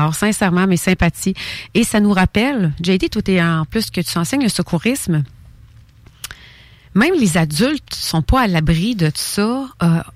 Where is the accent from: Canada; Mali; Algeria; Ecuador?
Canada; Thetford Mines, Quebec; ma ville natale, à Thetford Mines